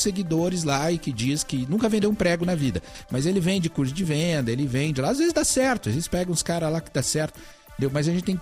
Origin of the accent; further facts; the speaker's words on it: Bauru, São Paulo, Brazil; lá na minha cidade, Bauru, no interior de São Paulo.